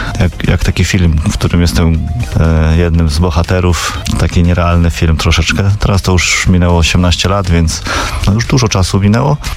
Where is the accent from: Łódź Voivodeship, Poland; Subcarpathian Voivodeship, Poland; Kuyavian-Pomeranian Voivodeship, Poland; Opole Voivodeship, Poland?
Kuyavian-Pomeranian Voivodeship, Poland; Toruń; Ja wychowałem się na Skarpie.